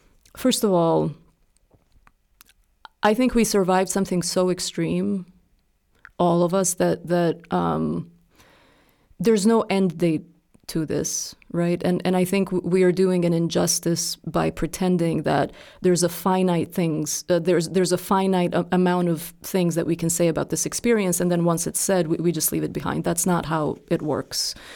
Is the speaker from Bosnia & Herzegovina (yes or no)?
yes; Sarajevo, Federation of Bosnia and Herzegovina, Bosnia & Herzegovina; because I grew up in Sarajevo in this part of the city that's sort of like, Sarajevo has a river and there's a valley